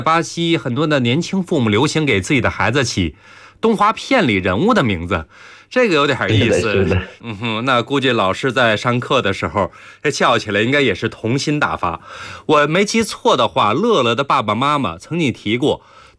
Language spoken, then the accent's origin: Chinese; China